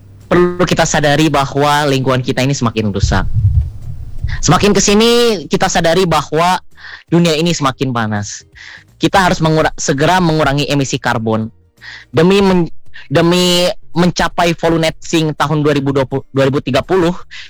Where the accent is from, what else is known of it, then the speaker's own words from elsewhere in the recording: Pangalengan, West Java, Indonesia; terutama di wilayah saya orang asli Pangalengan, Kakak. Pangalengan itu perlahan-lahan berangsur-angsur berubah. Ketika saya masih kecil, Pangalengan itu masih asri, Kakak, masih dingin